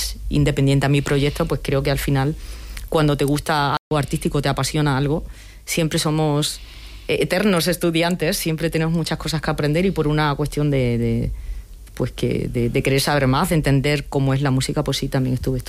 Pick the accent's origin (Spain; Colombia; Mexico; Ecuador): Spain; que era una conexión perfecta para mí, que soy española y que me encanta todas esas sonoridades americanas